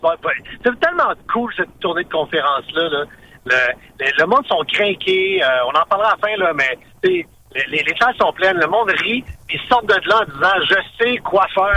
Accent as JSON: {"language": "French", "town": "Montreal", "region": "Quebec", "country": "Canada", "tie": "born or raised there", "also_born_or_lived": "Témiscamingue", "said": "Ma famille vient de l'Abitibi du Témiscamingue. J'ai été élevé à Montréal, là, mais bref, c'est un milieu que je connais bien."}